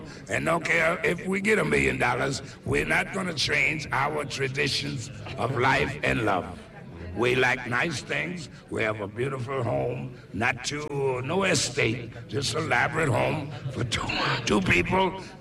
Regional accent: New Orleans, Louisiana, United States; Food? Well, I'm from New Orleans, quite naturally. I love red beans and rice.

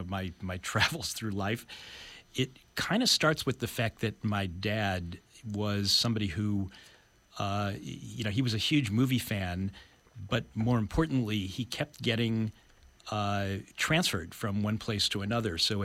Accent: North Carolina, United States; born there; also born or lived in Bronx / Chicago / Paramus, New Jersey; I was born in North Carolina when my dad was in the Marines. Then we moved to the Bronx. Then we moved to the south side of Chicago. Then we moved to the northern suburbs of Chicago. Then we moved to Paramus, New Jersey.

